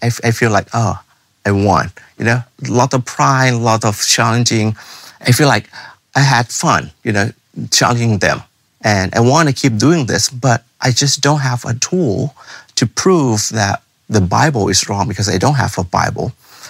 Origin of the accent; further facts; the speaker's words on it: Tennessee, United States; I'm from Tennessee, one day in Texas, and then seeing the University of Houston when I have to present my paper there.